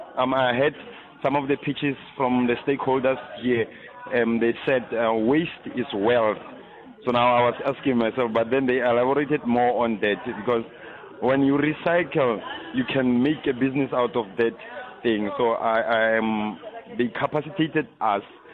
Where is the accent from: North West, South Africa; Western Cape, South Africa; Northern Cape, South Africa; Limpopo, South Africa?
North West, South Africa; Koster; I come from Koster in Rustenburg Northwest, Bojanala District.